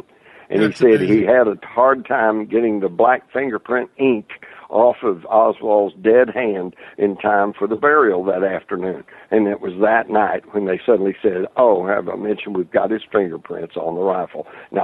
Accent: Texas, United States; I grew up in Texas

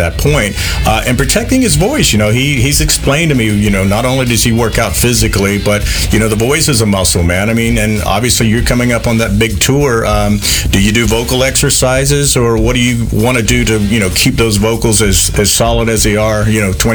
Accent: North Carolina, United States; because, you know, we're both from North Carolina and we talked about our history

